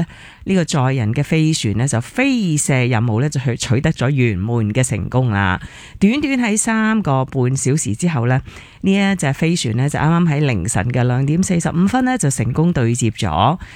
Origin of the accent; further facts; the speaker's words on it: Hong Kong; 因为我自己都系香港人啦